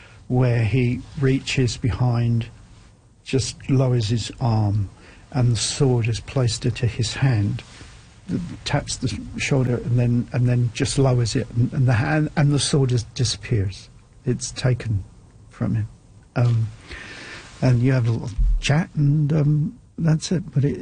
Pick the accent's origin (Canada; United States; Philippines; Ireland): Ireland; And I'm Irish, you know.